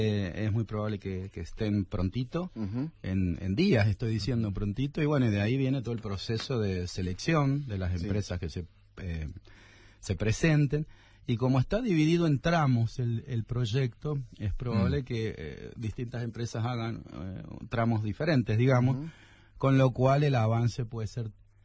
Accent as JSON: {"language": "Spanish", "area": "Jáchal", "region": "San Juan", "country": "Argentina", "said": "todos los que somos de acá, de Hachal"}